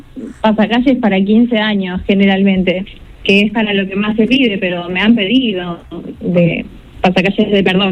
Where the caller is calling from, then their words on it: Pergamino, Buenos Aires Province, Argentina; Soy de Pergamino, pero siempre mando a Rosario.